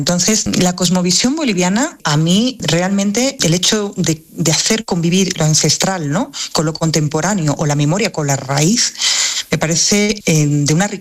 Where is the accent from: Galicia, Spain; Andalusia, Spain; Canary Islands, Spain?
Andalusia, Spain; Y me hace descubrir otra mirada hacia lo que hacemos en Andalucía o lo que hacemos en España